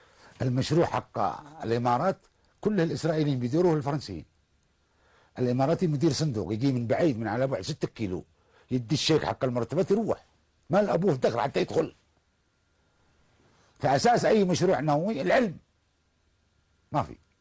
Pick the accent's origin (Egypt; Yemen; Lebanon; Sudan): Yemen